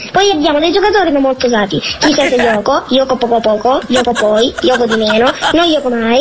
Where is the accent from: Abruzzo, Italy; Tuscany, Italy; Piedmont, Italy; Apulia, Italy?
Apulia, Italy; Oria; ho 7 anni, sono di Oria